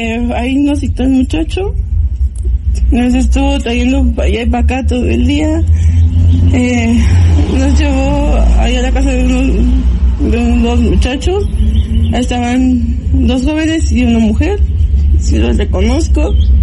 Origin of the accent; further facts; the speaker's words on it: Tlahuelpan, Hidalgo, Mexico; Yo soy de Hidalgo, de Tlahuelpan, Hidalgo.